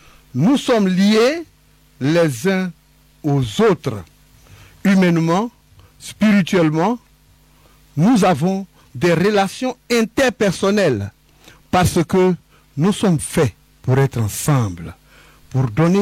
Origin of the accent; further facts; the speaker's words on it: Côte d’Ivoire; chez nous en Côte d'Ivoire